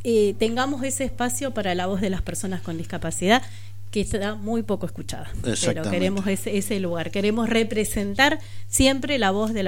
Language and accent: Spanish; Argentina; somos argentinos que aman a su país